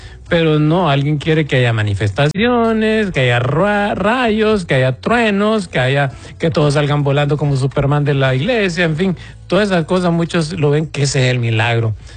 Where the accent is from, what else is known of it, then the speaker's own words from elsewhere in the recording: Honduras; nosotros le decimos pulpería a las pequeñas tiendas de los barrios, hermanos, aquí en Honduras les decimos pulpería